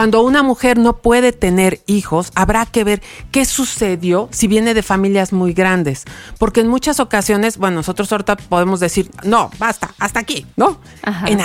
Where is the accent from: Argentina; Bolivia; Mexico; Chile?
Mexico; Zacatecas; ajá, tienen que comer queso. Porque venimos de Zacatecas, entonces, ajá, y en el rancho siempre había queso